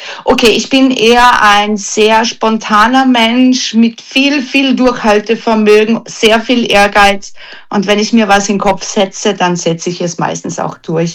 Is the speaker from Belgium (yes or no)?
no; Austria; Also natürlich bei uns in Österreich war es mal ganz klar